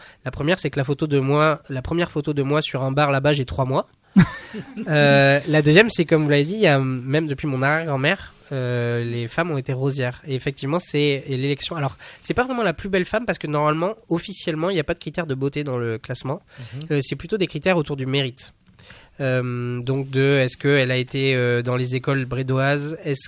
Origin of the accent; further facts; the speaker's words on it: La Brède, Nouvelle-Aquitaine, France; Alors moi, je viens de ce village de Labrède. Labrède, il faut savoir que c'est un village avec à peu près 4 000 habitants aujourd'hui.